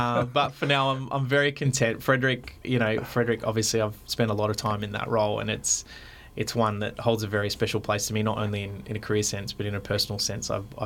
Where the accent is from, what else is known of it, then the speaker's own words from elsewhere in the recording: Canberra, Australian Capital Territory, Australia; now in Brisbane, Australia; I was originally from Canberra, but I've called Brisbane home now for well over a decade, and I've toured all around the world, lived in a bunch of different places, but Brisbane is by far where I feel most at home nowadays.